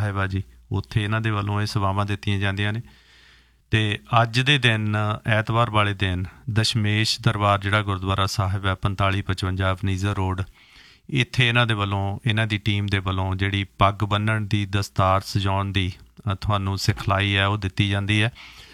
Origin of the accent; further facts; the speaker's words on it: Gill Gakhal, Punjab, India; ਅਸੀਂ ਖੁਦ ਜਦੋਂ ਗਿੱਲਾਂ ਗਾਖਲਾਂ ਇਕੱਠਾ ਹੀ ਸਾਡਾ ਪਿੰਡ ਨੂੰ ਬੋਲਿਆ ਜਾਂਦਾ ਗਿੱਲ ਗਾਖਲ